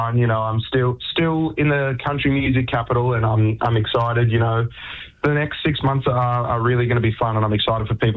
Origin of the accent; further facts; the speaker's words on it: Tamworth, New South Wales, Australia; growing up in Tamworth, it was always, and getting into music, it was always a dream to hopefully win one of those golden guitars